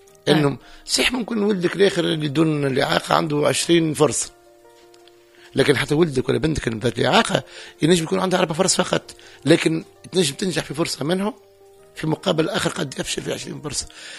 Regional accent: Tunisia; شوف ديما نسأل روحي علاش ما يكونش عندنا في تونس

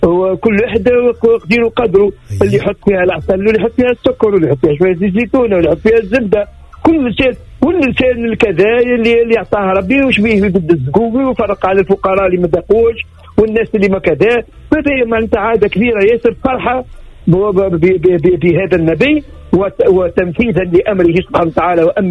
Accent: Tunisia; وتعرف احنا عندنا في تونس

